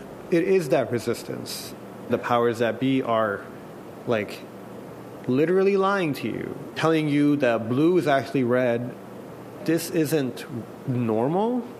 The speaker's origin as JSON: {"language": "English", "country": "Iran", "tie": "born or raised there", "moved": "yes", "said": "being an Iranian person growing up in the Islamic Republic, and seeing some of the challenges that people face there kind of recreate themselves here now."}